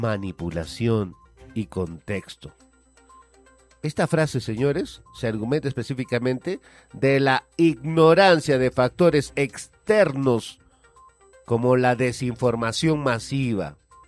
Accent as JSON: {"language": "Spanish", "town": "Huancayo", "region": "Junín", "country": "Peru", "said": "mi pueblo, Huancayo, mi ciudad, mi gente del Tambo, la gente de Chilca."}